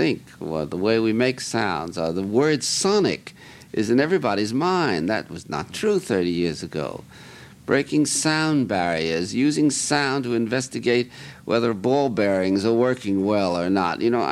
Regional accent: United States

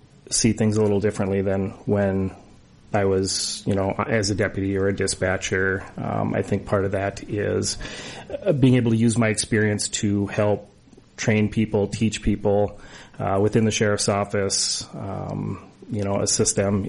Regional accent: Bloomington, Minnesota, United States; now in Cook County, United States; So I grew up in Bloomington, Minnesota, moved up to Cook County in 2003 with my wife, who grew up here.

